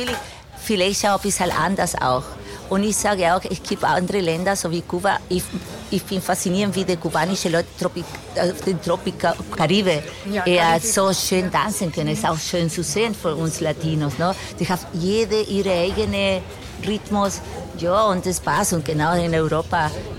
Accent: Chile; now in Linz, Austria; Ich komme aus Chile und ich bin seit 32 Jahren in Österreich.

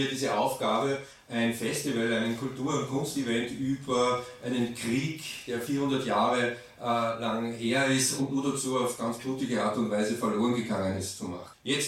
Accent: Aigen-Schlägl, Upper Austria, Austria; dass dort, wo ich herkomme, aus Eigenschlägel, Nebenerwerbsbauern sind

